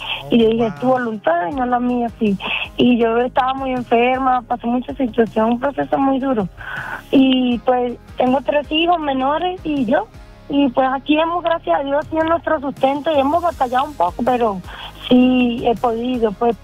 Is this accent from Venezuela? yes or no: yes; Venezuela; now in United States; Yo soy de Venezuela.